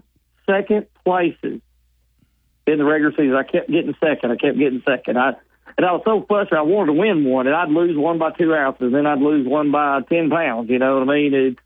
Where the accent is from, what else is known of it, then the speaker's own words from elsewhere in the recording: Camden, Arkansas, United States; I grew up in Camden, Arkansas, and I graduated from Fairview, and where we grew up was a little area called Frenchport. And Frenchport Landing was 2 miles from the house.